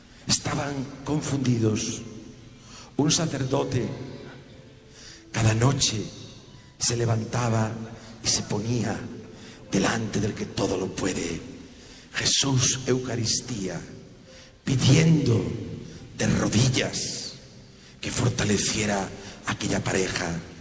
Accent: Spain; Sucedió en mi país, en España

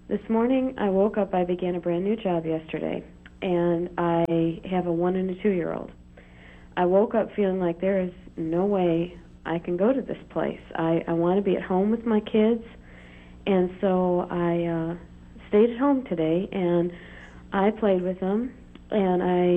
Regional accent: Michigan, United States; I'm from Michigan.

